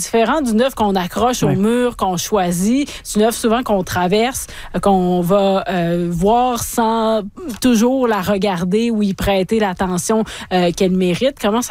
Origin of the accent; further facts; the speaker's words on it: Alma, Quebec, Canada; moi, comme almatoise